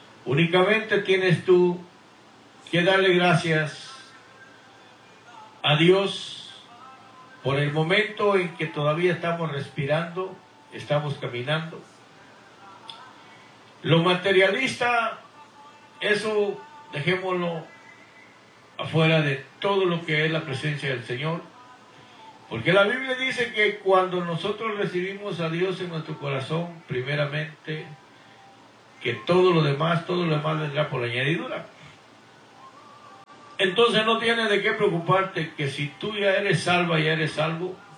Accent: Guatemala; moved away as an adult; now in Houston, United States; Y habito y vivo aquí en Houston, Texas, por ya pasadito de 30 años, pero recuerde, no podemos olvidar nuestras raíces, de dónde venimos y cuál es nuestra tierra donde nacimos y crecimos.

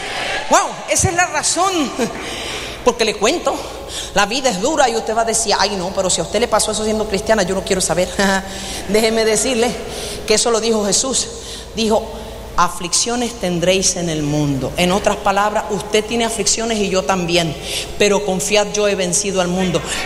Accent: Barranquilla, Atlántico, Colombia; vas para Barranquilla, ¿verdad? ¿Tú de dónde eres? Le digo, de ahí.

